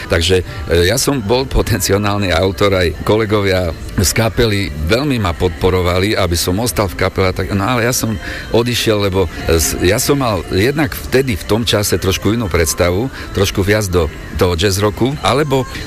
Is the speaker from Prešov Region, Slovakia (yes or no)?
yes; Prešov, Prešov Region, Slovakia; born there; moved away as an adult; also born or lived in Bratislava